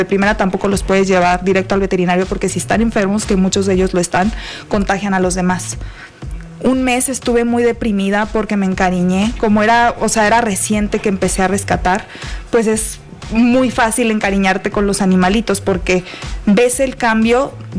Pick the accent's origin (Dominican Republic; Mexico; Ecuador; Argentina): Mexico; Ciudad Juárez, Chihuahua; moved away as an adult; now in Mexico City, Mexico; a los 17 años me vine a vivir aquí a la bella Ciudad de México. Yo soy de Chihuahua. Arriba Chihuahua, arriba Ciudad Juárez.